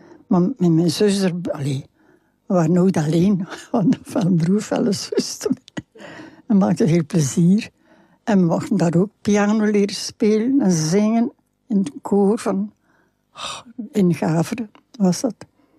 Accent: Flanders, Belgium; Ja, maar, zeg ik, zo met veel overtuiging. Ja, maar ik ben een Vlaming.

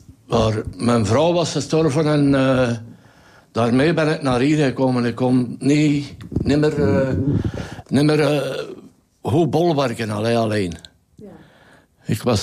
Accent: Denderhoutem, Flanders, Belgium; born there; Denderhoutem is mijn geboorteplaats en blijft mijn geboorteplaats.

